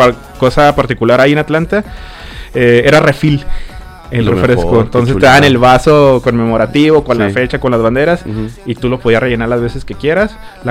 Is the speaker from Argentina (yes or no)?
no; Mexico; siendo mexicano